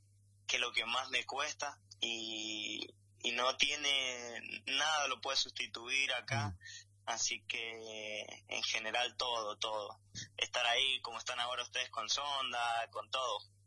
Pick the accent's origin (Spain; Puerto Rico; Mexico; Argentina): Argentina; Jáchal, San Juan; moved away as an adult; Yo siempre tengo presente mis orígenes, siempre donde voy soy el hachallero, así que es más, muchos me dicen, pero vos sos de San Juan, sí, le digo soy de San Juan, pero yo soy de Hachal, así que acá me conocen como el hachallero